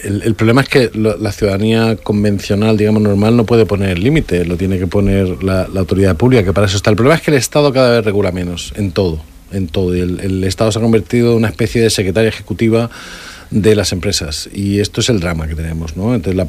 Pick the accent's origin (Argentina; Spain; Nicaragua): Spain; Region of Murcia; Yo estos días, yo soy originario de Murcia y me gusta el tenis